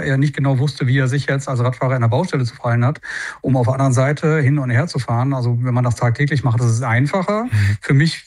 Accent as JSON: {"language": "German", "town": "Münster", "region": "North Rhine-Westphalia", "country": "Germany", "tie": "born there", "said": "In meinem speziellen Fall ist es so, ich bin ein gebürtiger Münsteraner."}